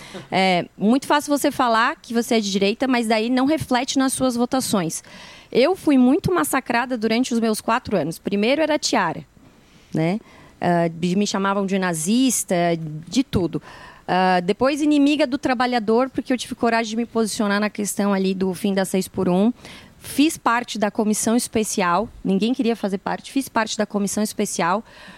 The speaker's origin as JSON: {"language": "Portuguese", "town": "Criciúma", "region": "Santa Catarina", "country": "Brazil", "said": "Eu sou de Criciúma."}